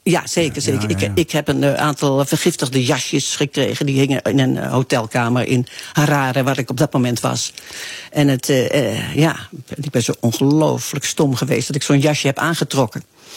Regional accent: Arnhem, Gelderland, Netherlands; born there; also born or lived in Amsterdam; Nou ja, eigenlijk bij toeval, omdat ik in 68 vanuit Arnhem, mijn geboortestad, naar Amsterdam ging.

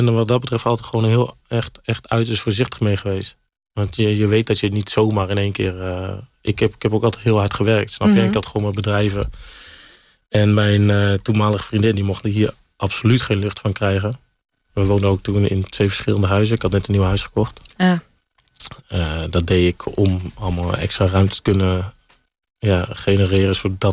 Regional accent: Utrecht, Netherlands; born or raised there

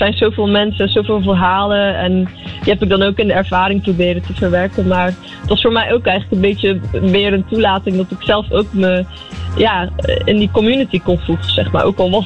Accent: Zeeland, Netherlands; moved away as an adult; also born or lived in Breda; now in Amsterdam, Netherlands

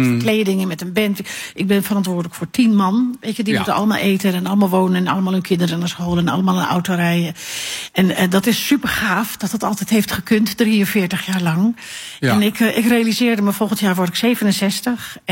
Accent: Alkmaar, North Holland, Netherlands; also born or lived in Schagen; En eigenlijk hebben we dat gelinkt aan de jaren 70, waar mijn jeugd ligt in Alkmaar en in Schagen.

